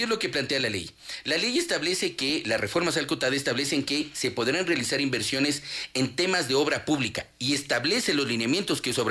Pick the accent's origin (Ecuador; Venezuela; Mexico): Ecuador; Quito, Pichincha; Somos los quiteños.